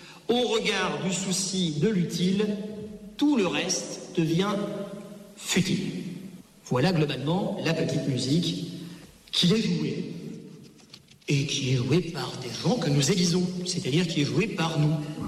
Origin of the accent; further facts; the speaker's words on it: France; nous, en tant que Français, intégrés dans l'OTAN avec l'arme atomique